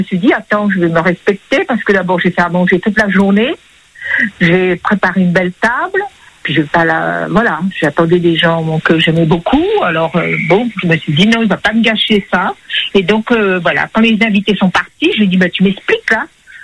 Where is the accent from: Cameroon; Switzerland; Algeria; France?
Switzerland; je viens de Suisse